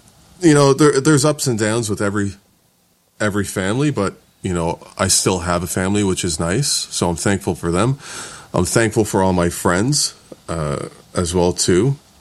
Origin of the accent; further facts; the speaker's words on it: Canada; also born or lived in United States; I'm a Canadian and lived in the U.S. for years before moving back.